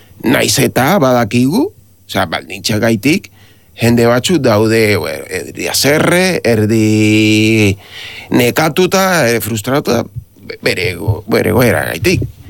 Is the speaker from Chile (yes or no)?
no; Cuba; Basque is a second language; Bai, ni jaio nintzen iraultzaren barruan, nire gurasoak izan dira, bueno, familia oso humilde bat, nire aita zen irakaslea, Kuba, bueno, institutoko irakaslea